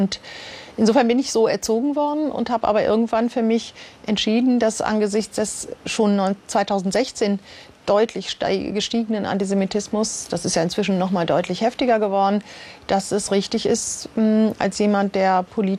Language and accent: German; Rhineland-Palatinate, Germany; German is a second language; also born or lived in Amsterdam; unser neues Zuhause, das in einer Kleinstadt in nördlichen Rheinland-Pfalz war